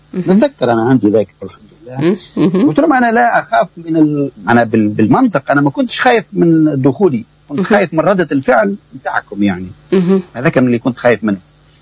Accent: southern Tunisia, Tunisia; عندنا في الجنوب

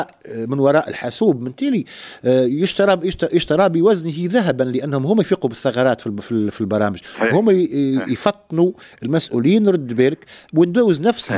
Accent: Tunisia; اللي انا تونسي موجود في تونس هنا

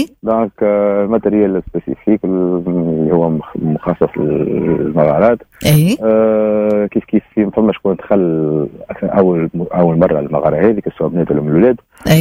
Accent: Tunisia; هذيك الجزيرة الحلم والكنز الطبيعي الموجود عندنا في تونس.

